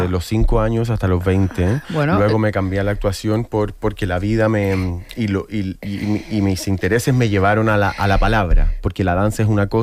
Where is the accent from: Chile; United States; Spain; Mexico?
Chile; bueno, yo soy chileno y mi carrera se empezó a forjar en Argentina.